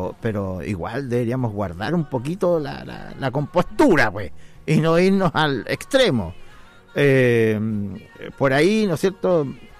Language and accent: Spanish; Chile